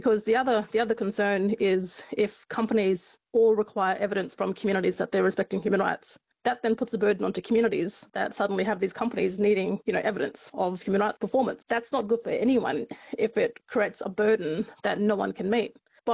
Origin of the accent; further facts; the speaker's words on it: Western Australia, Australia; I'm from the Goldfields, I've got family right across the whole region. It's a mining region.